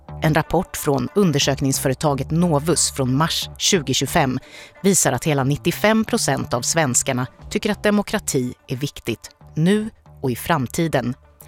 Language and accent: Swedish; Sweden; Jag växte upp i Sverige under den moderna demokratins guldålder och har kunnat ta demokratin för given under större delen av mitt liv.